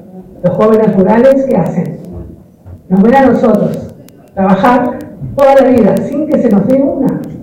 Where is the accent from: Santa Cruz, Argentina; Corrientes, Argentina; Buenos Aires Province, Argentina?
Santa Cruz, Argentina; Perito Moreno; Yo vengo de Perito Moreno, soy chacarera, nací en la chacra donde actualmente vivo, viví toda la vida ahí, tengo 57 años y soy de la tercera generación de chacareros, de los pobladores de Perito Moreno.